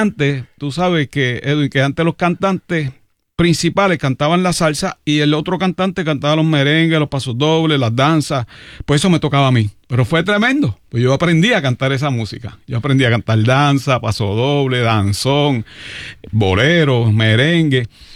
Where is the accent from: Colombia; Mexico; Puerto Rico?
Puerto Rico; Toa Baja; also born or lived in Cataño; Yo nací en Cataño. Okay. Pero siempre he dicho que soy de Tua Baja porque yo fui pequeñito a Tua Baja. O sea, yo me bañé en el Río La Plata, yo estudié en la Manuel Santiago y después estudié en la José Nevares Landrón, me gradué de la Dolfina Irizarry.